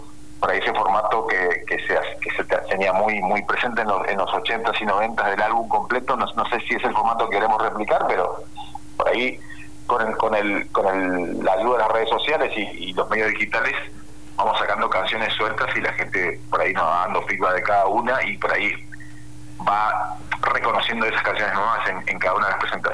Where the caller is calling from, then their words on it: Posadas, Misiones, Argentina; Somos 4 músicos, somos de Posadas